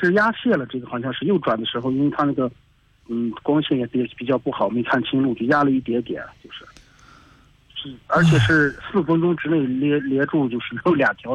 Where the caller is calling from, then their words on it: Shaanxi, China; 我是陕西的吧。